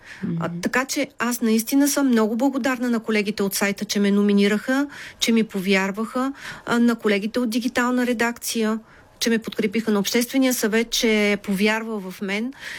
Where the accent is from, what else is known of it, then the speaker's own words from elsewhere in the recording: Lyubimets, Haskovo Province, Bulgaria; Ето в моя роден край в Любимец са разкрили център по физиотерапия и рехабилитация в бившата поликлиника